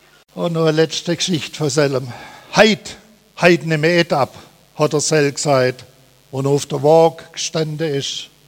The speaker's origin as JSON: {"language": "German", "town": "Sindelfingen", "region": "Baden-Württemberg", "country": "Germany", "tie": "born there", "said": "Käsereiter ist der Nickname für die Sendelfinger. Und ich bin ein gebürtiger Sendelfinger. Ich bin also auch ein gebürtiger Käsereiter."}